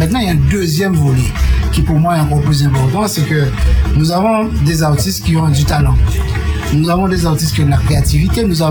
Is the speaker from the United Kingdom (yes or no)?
no; Guadeloupe, France